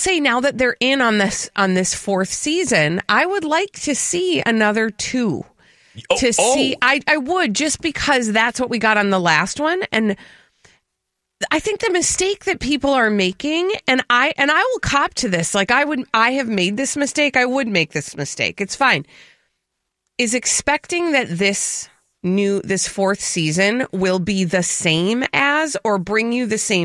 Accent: United States

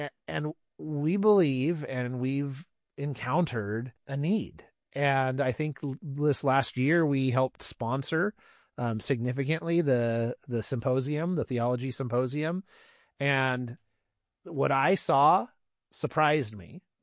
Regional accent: Hollister, California, United States; And then Hollister as well, my hometown.

